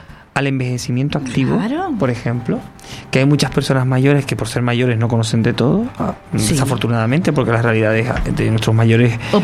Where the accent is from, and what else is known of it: Canary Islands, Spain